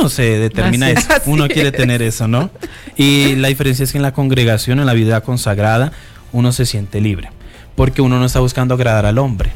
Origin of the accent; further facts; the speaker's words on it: Colombia; moved away; nosotros, por ejemplo, cuando venimos de Colombia